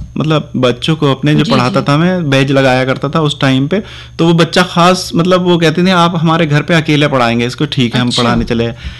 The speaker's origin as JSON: {"language": "Hindi", "town": "Rampur", "region": "Uttar Pradesh", "country": "India", "said": "कर रहे हैं जो हमारा शहर रामपुर है, जिसकी"}